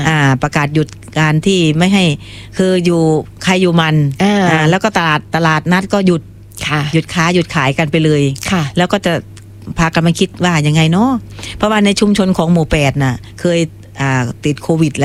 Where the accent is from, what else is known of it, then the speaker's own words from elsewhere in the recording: Chamni, Buriram, Thailand; ที่อำเภอชำนิจังหวัดบุรีรัมย์ค่ะตำบลเมืองยางค่ะ